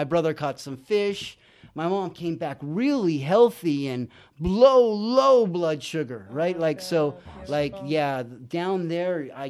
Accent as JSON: {"language": "English", "town": "San Bernardino", "region": "California", "country": "United States", "tie": "born or raised there", "also_born_or_lived": "San Felipe, Mexico", "said": "so I kind of feel like I'm kind of from San Felipe and then also from San Bernardino. Most people don't know that about me, but I partially grew up in Mexico during the summers"}